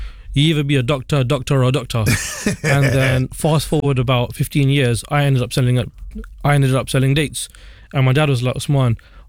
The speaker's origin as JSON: {"language": "English", "region": "London", "country": "United Kingdom", "said": "what I've done as a Londoner"}